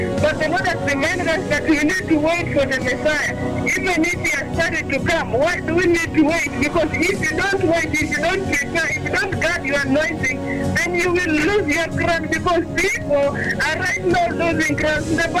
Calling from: Georgia, United States; I'm calling you from Georgia.

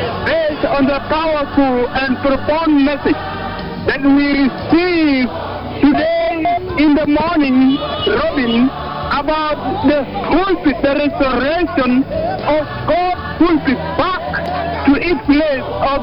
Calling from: Washington, United States; I am calling you from Washington, main altar.

